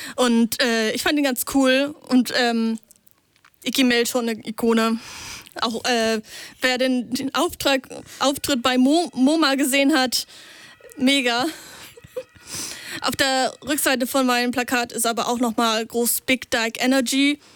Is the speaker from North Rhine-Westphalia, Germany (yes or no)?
no; Lower Saxony, Germany; Nee, ich komme tatsächlich aus Niedersachsen.